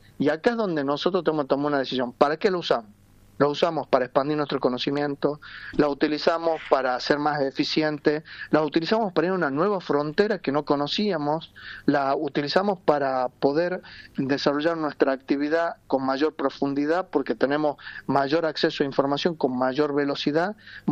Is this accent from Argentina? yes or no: yes; Argentina